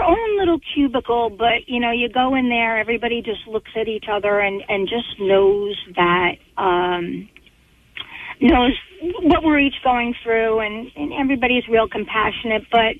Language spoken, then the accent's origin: English; Manalapan, New Jersey, United States; people that I grew up with in Manalapan